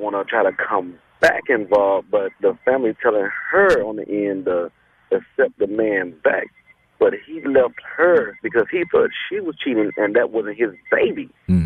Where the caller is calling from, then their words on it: Miami, Florida, United States; Look, I'm calling from Miami.